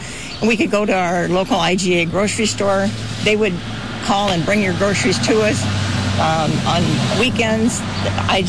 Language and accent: English; Dickeyville, Wisconsin, United States; I was 7th or grade in Dickeyville. I grew up over in Dickeyville, and we were at Holy Ghost Church.